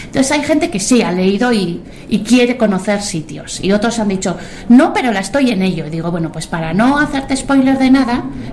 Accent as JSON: {"language": "Spanish", "town": "San Sebastián", "region": "Basque Country", "country": "Spain", "said": "soy donostiarra y soy de costa total, salitre."}